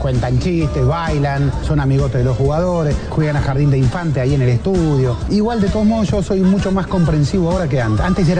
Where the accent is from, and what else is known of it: Argentina